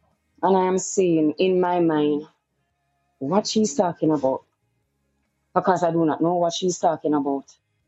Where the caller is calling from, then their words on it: Kingston, Jamaica; I'm from Kingston, Jamaica.